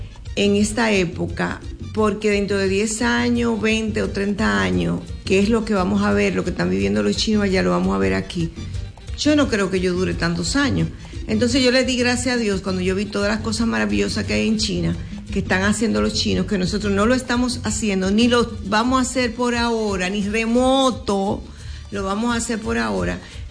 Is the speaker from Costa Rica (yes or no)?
no; Dominican Republic; los dominicanos somos dominicanos donde quiera